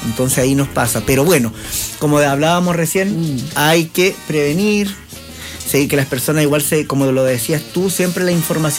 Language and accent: Spanish; Monte Patria, Coquimbo, Chile; yo soy de Montepatria.